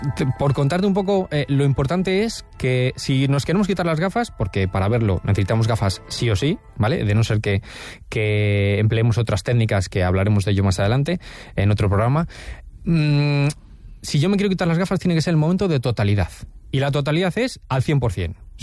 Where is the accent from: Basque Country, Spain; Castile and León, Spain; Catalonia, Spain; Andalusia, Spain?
Castile and León, Spain; Paredes de Nava; en mi pueblo, en Paredes